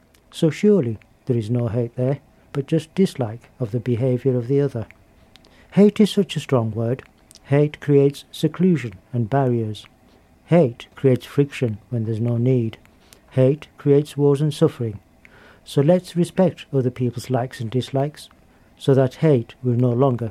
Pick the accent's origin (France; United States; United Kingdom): United Kingdom; North West England; accent: Lancashire; now in Dudley, United Kingdom; I grew up in Lancashire.